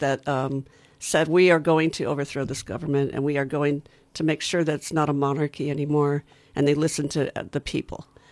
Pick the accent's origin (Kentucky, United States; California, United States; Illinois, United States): Illinois, United States; Chicago; I'm from Chicago